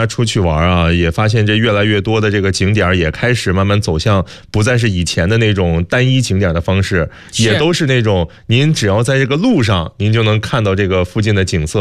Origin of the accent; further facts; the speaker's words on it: Hulunbuir, Inner Mongolia, China; moved away; 我的老家内蒙古呼伦贝尔